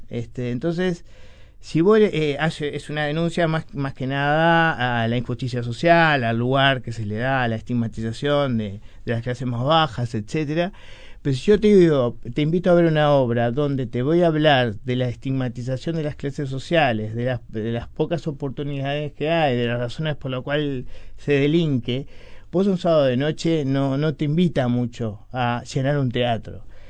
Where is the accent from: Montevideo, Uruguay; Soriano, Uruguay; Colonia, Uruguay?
Montevideo, Uruguay; born there